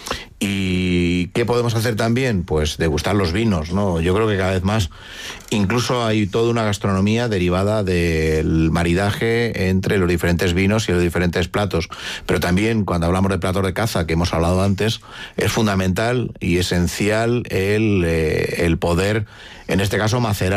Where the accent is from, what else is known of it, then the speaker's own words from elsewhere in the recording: Spain; y más siendo españoles, peninsulares, ¿no?